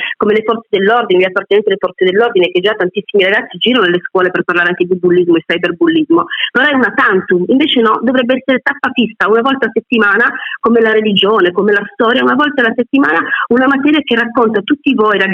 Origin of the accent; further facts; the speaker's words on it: Sicily, Italy; e io ti dico, da siciliana